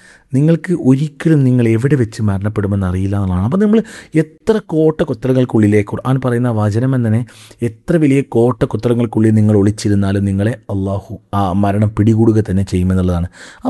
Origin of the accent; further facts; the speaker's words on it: Kerala, India; born there; നേപ്പാളിലെ പ്രളയത്തിൽ പെടാതെ ഞാൻ കേരളത്തിൽ ജനിച്ചത് എന്തുകൊണ്ട്?